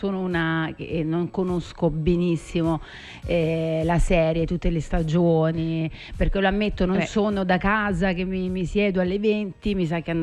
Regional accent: Naples, Campania, Italy; Io stessa da napoletana.

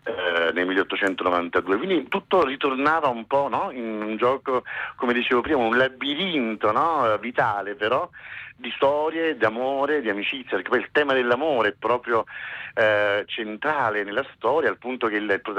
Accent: Caserta, Campania, Italy; io sono originario di Caserta

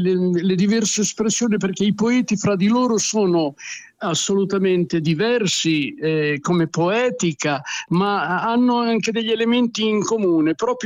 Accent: Emilia-Romagna, Italy; Noi siamo stati sempre dei ribelli, fondamentalmente noi romagnoli

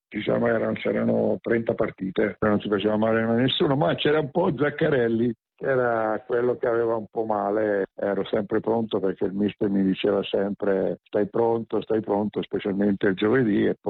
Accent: Tuscany, Italy; born or raised there

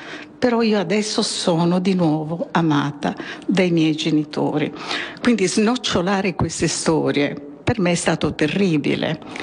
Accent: Sardinia, Italy; Io sono cresciuta in Sardegna, è una cultura arcaica

